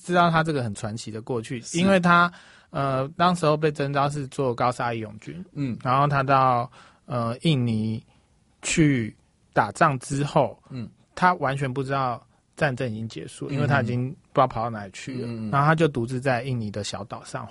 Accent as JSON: {"language": "Chinese", "country": "Taiwan", "said": "因为我们台湾人常常会以受害者或者说被殖民者自居嘛，"}